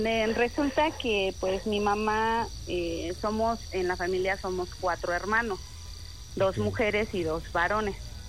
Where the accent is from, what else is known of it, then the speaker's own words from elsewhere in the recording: Venustiano Carranza, Mexico City, Mexico; Tengo 32 y soy de la alcaldía Venustiano Carranza.